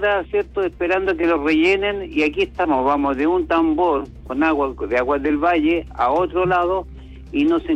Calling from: Coquimbo, Chile; por acá lo llamo desde la región de Coquimbo

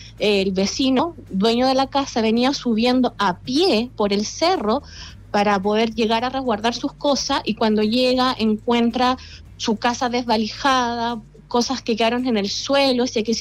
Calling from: Rinconada, Valparaíso, Chile; yo soy de Rinconada de los Andes, ¿ya? De la comunidad de Valle Escondido. Esto se encuentra detrás del santuario de Auco, en la parte de los cerros.

